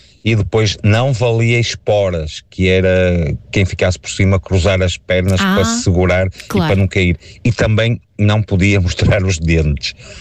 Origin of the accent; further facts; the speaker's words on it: Porto, Norte, Portugal; sou do Porto. Realmente, na nossa zona, chamávamos esse jogo, lindo jogo, o Trinca-Cevada.